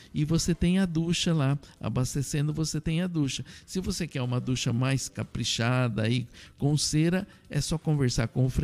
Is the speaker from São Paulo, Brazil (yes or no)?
yes; São Manuel, São Paulo, Brazil; born there; E eu nasci em São Manuel, né?